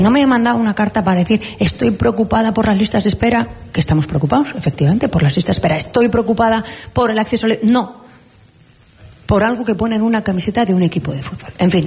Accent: Navarre, Spain; Aprovecho a decir, mira, los navarros somos plurales, diversos, navarros que se sienten vascos, navarros que se sienten del mundo, navarros que se sienten solo navarros

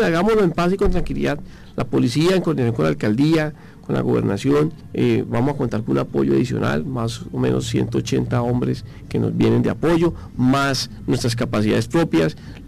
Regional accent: Bucaramanga, Santander, Colombia; como bumangueses, como santandereanos

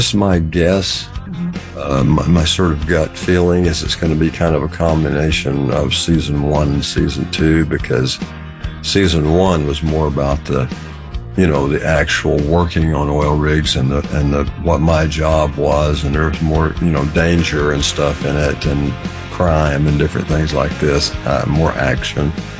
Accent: Houston, Texas, United States; now in Los Angeles, United States; I've been out here most of my life, but I came here from Houston

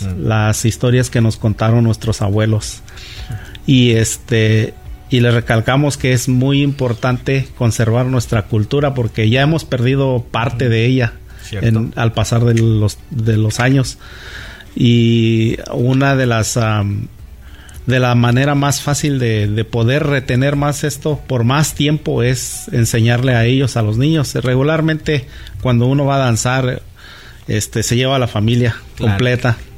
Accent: Oaxaca, Mexico; now in United States; De la que empezamos aquí en Estados Unidos, pero venimos de México, de Oaxaca, y ahí cuando éramos niños

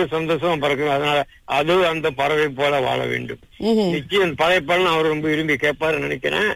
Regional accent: Perak, Malaysia; நாங்க ஒரே எஸ்டேட்ல பிறந்து வளர்ந்தோம்

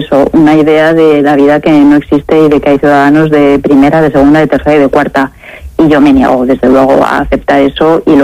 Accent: Spain; quien viva en España, yo soy española

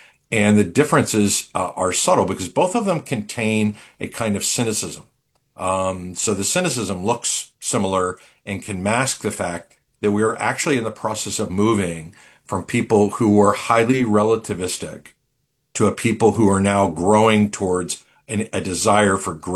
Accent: Philadelphia, Pennsylvania, United States; moved away; also born or lived in Pittsburgh; I grew up in Philly, and I've repented of that, yeah, of course. I mean, I'm a full-blood Yinzer.

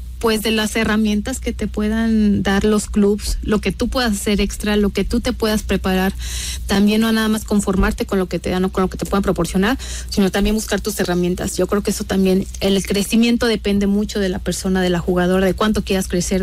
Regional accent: Irapuato, Guanajuato, Mexico; yo soy originaria de Irapuato, Guanajuato, allá resido

